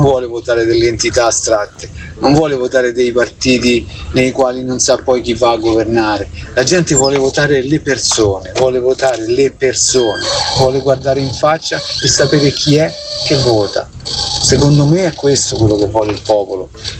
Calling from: Genoa, Liguria, Italy; Buonasera … da Genova.

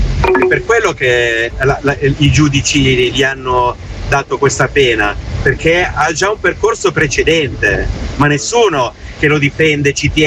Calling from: Cuggiono, Lombardy, Italy; da Cugiono.

